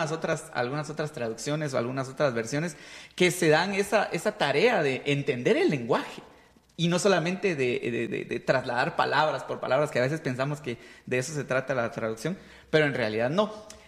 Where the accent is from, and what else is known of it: Guatemala